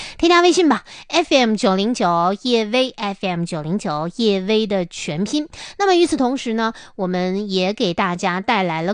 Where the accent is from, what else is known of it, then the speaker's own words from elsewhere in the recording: Harbin, Heilongjiang, China; 要的是，它离我们哈尔滨近在咫尺啊，咱不用转机，不用倒时差，坐着大巴车就能轻松去了。这是独属于我们东北人出境游的福利，不接受任何反驳。